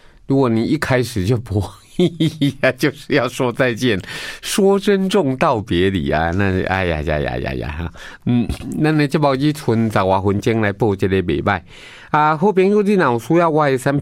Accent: Taiwan; 恭喜我们台湾人还福利做得不错了哈。

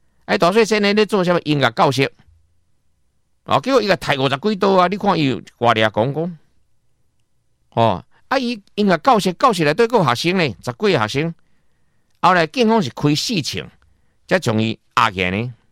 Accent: Taiwan; 我们台湾人

